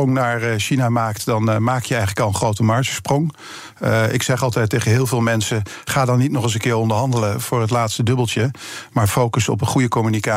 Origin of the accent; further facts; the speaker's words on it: Netherlands; Daarbij hebben we ook een goede reputatie als Nederlanders.